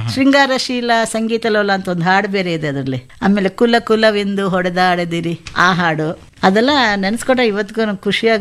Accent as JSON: {"language": "Kannada", "town": "Bangalore", "region": "Karnataka", "country": "India", "also_born_or_lived": "Chennai", "moved": "yes", "said": "ನಾವು ಬ್ಯಾಂಗ್ಳೂರ್ನವರೇ ಸರ್. ನಮ್ಮ ಅಮ್ಮ ಕಣ್ಣೂರು, ಚಕ್ಕೂರ್ ಹತ್ರ ಕಣ್ಣೂರ್ ಅಂತ ಹಳ್ಳಿ ಅಂತೆ, ಗೊತ್ತಿಲ್ಲ ಅದು. ನಮ್ಮ ಅಪ್ಪಾಜಿ ಚಿಕ್ಕಮಂಗ್ಳೂರು."}